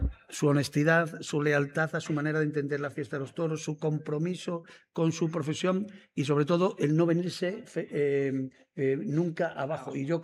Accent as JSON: {"language": "Spanish", "town": "Trujillo", "region": "Extremadura", "country": "Spain", "tie": "born or raised there", "said": "Es de mi pueblo, de Trujillo. Allí vivían antes tus abuelos."}